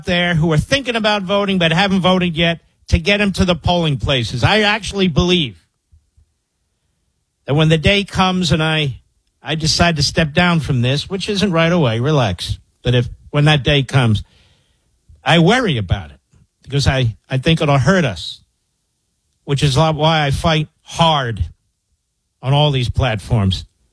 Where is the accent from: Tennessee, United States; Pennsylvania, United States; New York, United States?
Pennsylvania, United States; I said, wait a minute, I'm from Pennsylvania.